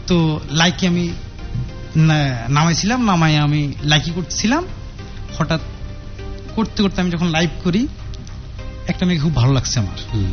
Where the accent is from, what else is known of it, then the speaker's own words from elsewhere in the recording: Comilla, Chittagong Division, Bangladesh; now in Dhaka, Bangladesh; আমার দেশের বাড়ি হলো কুমিল্লা, আমি থাকি ঢাকা তেজগাঁও